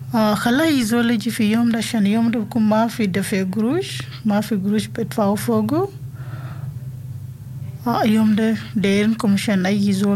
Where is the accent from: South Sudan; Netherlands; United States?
South Sudan; English is a second language; now in Alice Springs, Australia; I'm from South Sudan. I lived in Batu Alla Spring for 2 years now.